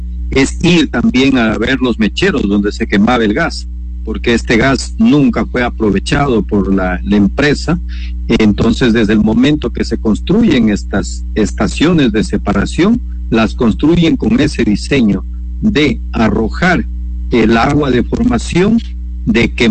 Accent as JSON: {"language": "Spanish", "region": "Sucumbíos", "country": "Ecuador", "tie": "born there", "said": "yo soy nacido aquí en La Guario, justamente nací a unos 200 metros del segundo pozo que perforó Texaco aquí en la Amazonía en el año de 1967."}